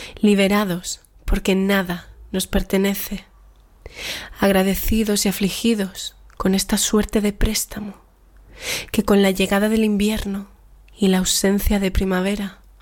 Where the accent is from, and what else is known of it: Málaga, Andalusia, Spain